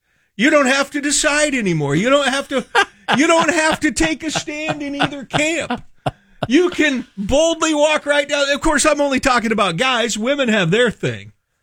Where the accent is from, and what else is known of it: California, United States